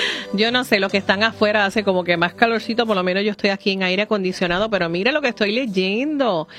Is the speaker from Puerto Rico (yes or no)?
yes; Aguada, Puerto Rico; En Aguada, en mi pueblo